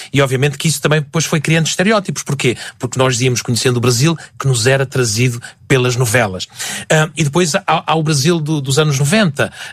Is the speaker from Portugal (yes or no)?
yes; Portugal; moved away; also born or lived in Brazil; há sempre aquela piada do Tuga, e por causa do nosso sotaque, mas depois ele é bem integrado, e eu posso dizer que toda a vida que vivi lá, fui bem integrado e nunca me senti, e isto é verdade, eu nunca me senti um estrangeiro.